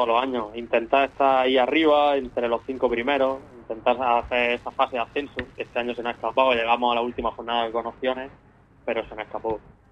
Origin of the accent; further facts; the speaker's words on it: Pulpí, Andalusia, Spain; seguir ayudando aquí al club de mi pueblo